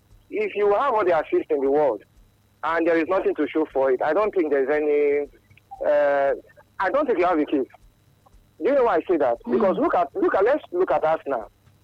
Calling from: Lekki, Lagos, Nigeria; I'm calling from Lekki.

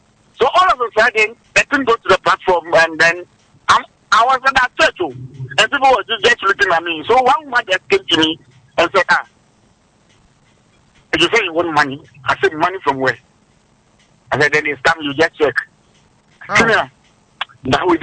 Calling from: Mexico; I'm calling from Mexico.

